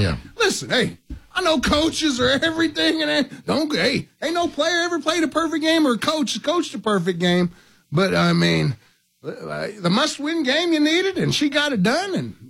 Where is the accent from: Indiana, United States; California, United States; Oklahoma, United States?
Oklahoma, United States; Edmond; Again, growing up in Edmond, Jerry.